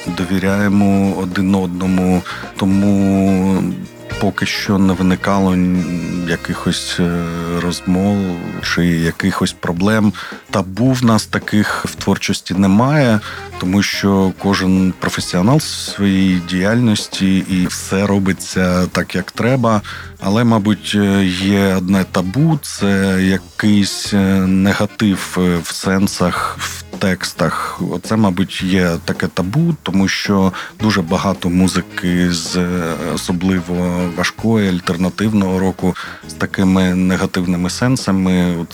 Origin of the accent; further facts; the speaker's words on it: Kryvyi Rih, Dnipropetrovsk Oblast, Ukraine; born there; я і Олександр, мій співавтор, композитор, ми народилися в Кривому Розі